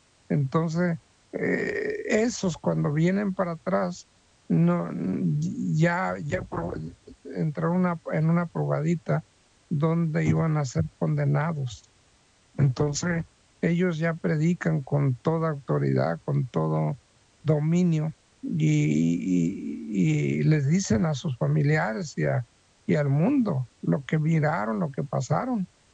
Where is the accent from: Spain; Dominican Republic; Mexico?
Mexico; moved away; nosotros que somos de México